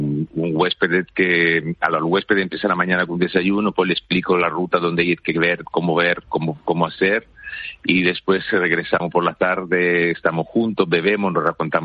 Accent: Italy; Spanish is a second language

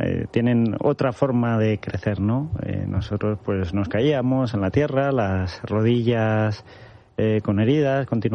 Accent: Collado Villalba, Community of Madrid, Spain; Y bueno, pues básicamente crecí en Villalba, que es un pueblo de la Sierra de Madrid, que muchos conoceréis.

